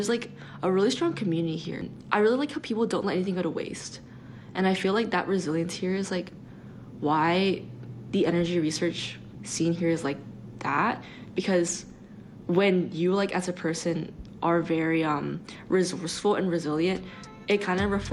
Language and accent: English; Houston, Texas, United States; born there; also born or lived in Austin / Seoul; now in Fairbanks, United States; I was born in Houston and I went to Austin. And before I was like in Fairbanks, I came from Seoul.